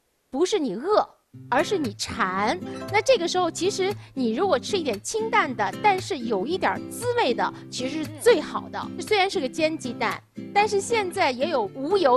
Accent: Shanghai, China; 我们上海话叫水铺蛋

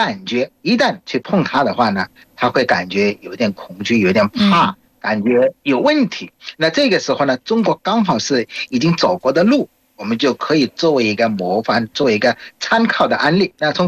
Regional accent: Bangladesh; Chinese is a second language; moved away; 因为我是来自于孟加拉。

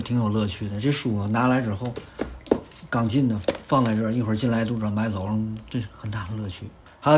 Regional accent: Tianjin, China; 还有就是把咱们这个天津精版的图书和咱们天津历史文化的书展示一下咱们天津人的风采。

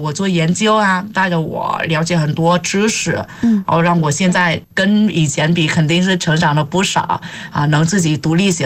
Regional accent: Vietnam; Chinese is a second language; moved away as an adult; now in Beijing, China; 在越南的时候

